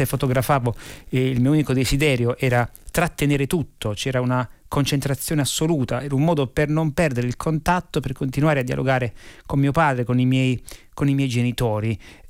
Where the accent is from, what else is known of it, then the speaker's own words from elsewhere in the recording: Apulia, Italy; moved away; io vengo dalla Puglia